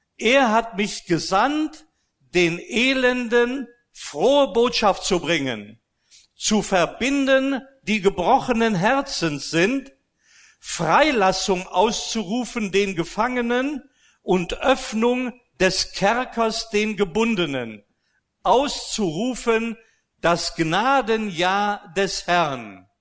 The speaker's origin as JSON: {"language": "German", "country": "Austria", "tie": "born or raised there", "said": "ich bin ja in Österreich groß geworden, römisch-katholisch"}